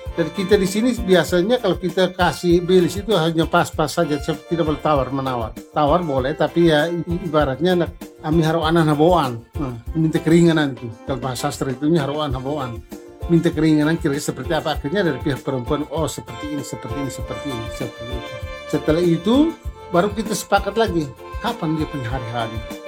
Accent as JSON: {"language": "Indonesian", "area": "Belu", "region": "East Nusa Tenggara", "country": "Indonesia", "said": "kami orang Tetun, khususnya orang Lidak, Belu di bagian Lidak"}